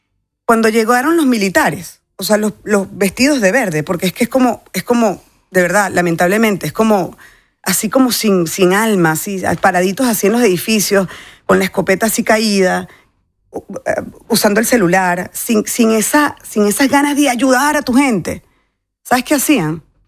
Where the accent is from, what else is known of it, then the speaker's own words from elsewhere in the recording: Venezuela; Es increíble lo que estamos aprendiendo como venezolanos hoy.